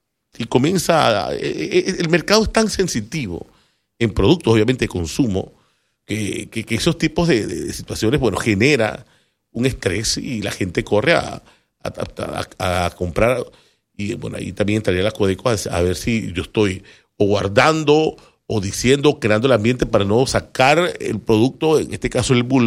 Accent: Panama

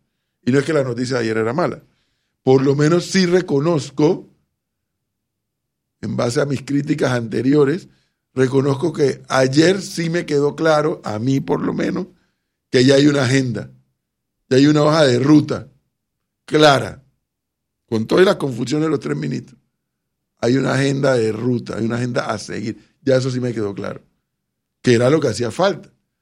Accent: Panama; me siento como un panameño más

